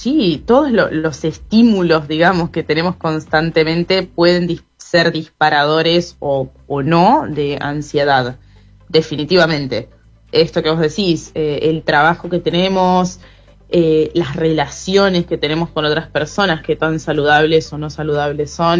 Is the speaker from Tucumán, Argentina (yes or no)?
no; Chubut, Argentina; moved away as an adult; now in Punta del Este, Uruguay; yo soy argentina, soy de Chubut, de la Patagonia, soy del sur de Argentina, pero ya hace unos 2 años que estoy viviendo acá en Punta del Este. Me encanta Uruguay, estoy feliz de la vida acá, así que sí, ya viviendo hace un tiempo.